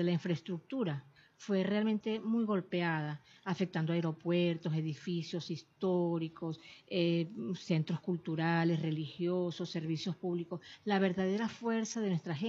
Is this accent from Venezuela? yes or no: yes; Venezuela; nos involucra a todos, como venezolanos